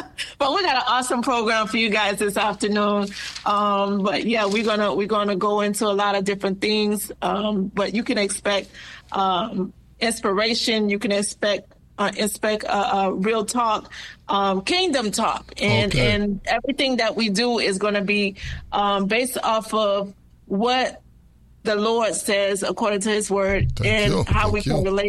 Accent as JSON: {"language": "English", "town": "Miami", "region": "Florida", "country": "United States", "tie": "born or raised there", "said": "I'm born and raised in the county of Dade in the 305. Born at Jackson Memorial Hospital."}